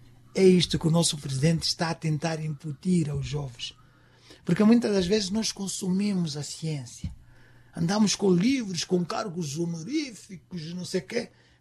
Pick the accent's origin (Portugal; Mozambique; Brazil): Mozambique; Na minha terra, eu vou falar Macua, porque não podia estar nesta entrevista sem dar um princípio de Macua.